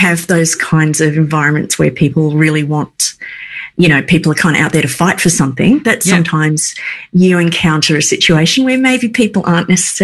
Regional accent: Tasmania, Australia; So I grew up in Tasmania, for people that haven't heard me go on about that constantly. Sometimes I'm proud of it and sometimes it's a burden.

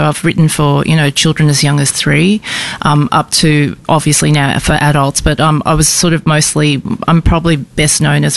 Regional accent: Queensland, Australia; also born or lived in Singapore; I was actually born overseas in Singapore, and the first place that we settled in when we came to Australia was rural Queensland

